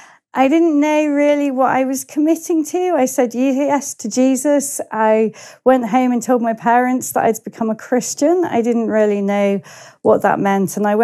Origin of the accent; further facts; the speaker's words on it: Worthing, South East England, United Kingdom; Worthing was my hometown.